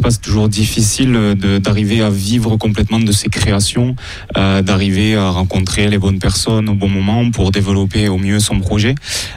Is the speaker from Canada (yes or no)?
no; Montauban, Occitanie, France; On vient de Montauban